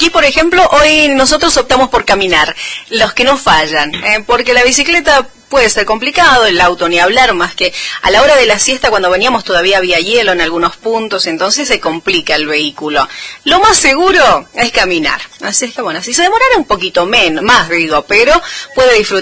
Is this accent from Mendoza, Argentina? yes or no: yes; Malargüe, Mendoza, Argentina; born there; nacimos en Malargüe